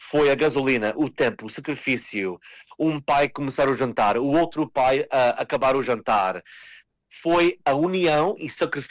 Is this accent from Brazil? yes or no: no; Azores, Portugal; accent: São Miguel; nunca esquecer de eu tenho o sotaque de São Miguel quando eu quero. Mas na escola, em casa, é sempre o português que eu conheci. Em casa é português. É sempre a minha língua.